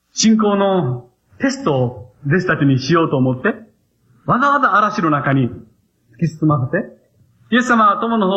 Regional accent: Nakanohama, Kochi, Japan; 私も子供の頃、四国で育ちましたので、四国のもうジョン万次郎、最初にアメリカに日本人として行ったジョン万次郎を生んだですね、その中野浜っていうところで育ったわけです。

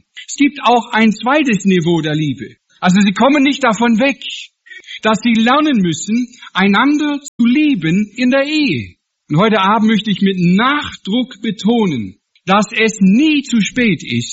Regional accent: Washington, United States

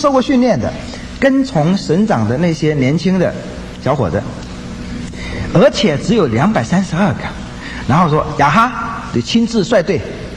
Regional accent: China; 我们中国人很多都是多神论的

